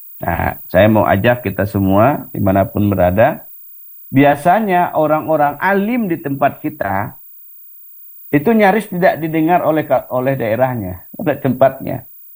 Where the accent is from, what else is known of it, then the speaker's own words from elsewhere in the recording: West Sumatra, Indonesia; melemahkan bagaimana karakter kita orang Minangkabau juga.